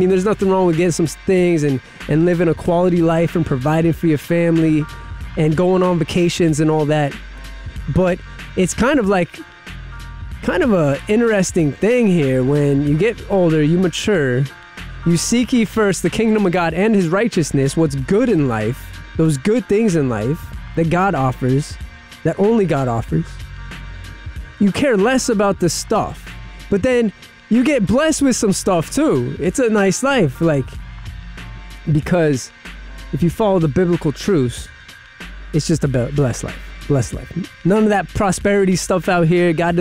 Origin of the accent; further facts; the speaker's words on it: California, United States; moved away as an adult; now in New York, United States; Took a 16-year trip to California. I'll put it that way. Went to elementary, middle school, high school out there. And made my way back to New York at the young age of 19 years old.